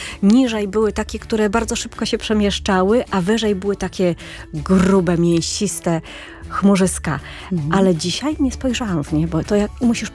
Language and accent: Polish; Poznań, Greater Poland Voivodeship, Poland; Bo u mnie w Poznaniu na taką figurę mówiło się na kurczaka.